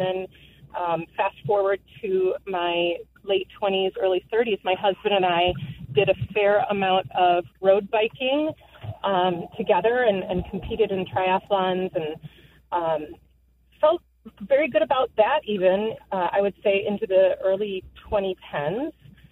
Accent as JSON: {"language": "English", "region": "Illinois", "country": "United States", "tie": "born or raised there", "said": "I'm coming from McHenry County and spent my whole life here. And I was fortunate enough to be a free-range child in the 80s and 90s."}